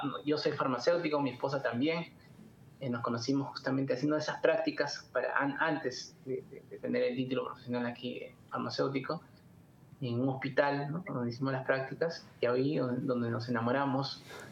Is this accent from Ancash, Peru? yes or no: no; Trujillo, La Libertad, Peru; moved away as an adult; now in Lima, Peru; Nosotros somos de Trujillo, una ciudad del norte del Perú. Por trabajo tuvimos que viajar acá, bueno, a Lima, Perú.